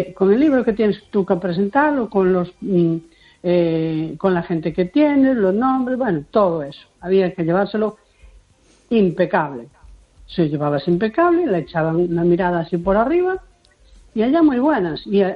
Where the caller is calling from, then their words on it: A Coruña, Galicia, Spain; de la Coruña.